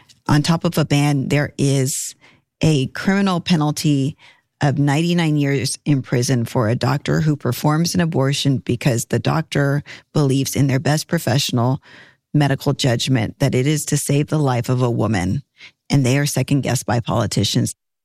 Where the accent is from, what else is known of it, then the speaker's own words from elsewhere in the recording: Brownsville, Texas, United States; I grew up in the Rio Grande Valley